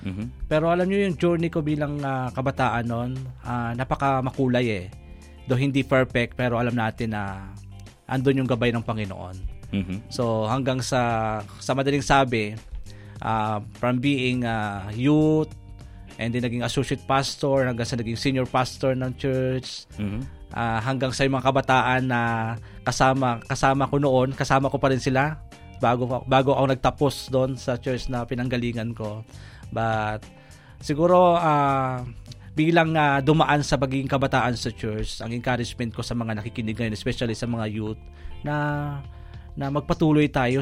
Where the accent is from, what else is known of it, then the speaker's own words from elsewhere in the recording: Antipolo, Calabarzon, Philippines; also born or lived in Oriental Mindoro; Parang nag-start sa Mindoro from grade 1 hanggang grade 4 and then grade 5. Nag-transfer na ako sa Antipolo hanggang sa nag-high school, nag-college.